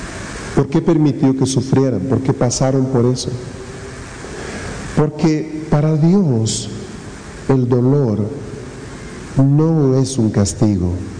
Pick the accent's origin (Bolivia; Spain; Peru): Bolivia